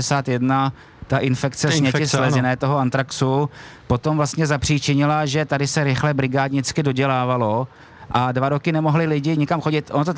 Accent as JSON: {"language": "Czech", "town": "Plzeň", "region": "Plzeň Region", "country": "Czechia", "said": "Já jsem kluk ze Slován a mám nejstarší vzpomínky od svých 5-6 let, od toho roku 79, 80-81"}